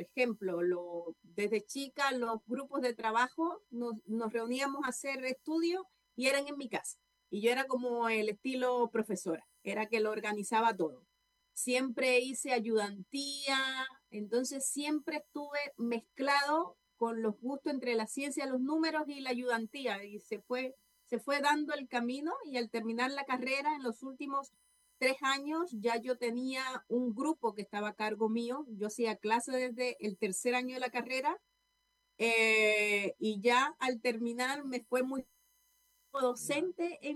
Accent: Cuba; Ya, mira, yo soy cubana.

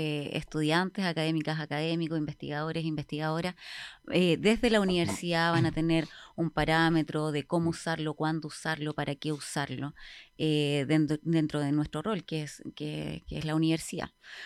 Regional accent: Valparaíso, Chile; moved away as an adult; now in southern Chile; Bueno, yo soy de Valparaíso. Nacida y criada en Valparaíso y después de la pandemia yo me vine al sur de aventura con ese sueño nortino me vine a buscar nuevos horizontes al

